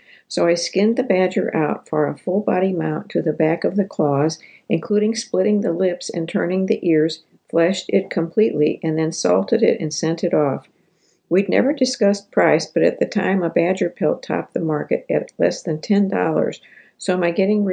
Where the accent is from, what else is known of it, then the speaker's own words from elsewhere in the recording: Luverne, Minnesota, United States; running a mink, coon, muskrat, fox, and beaver trap line around my hometown of Luverne, Minnesota.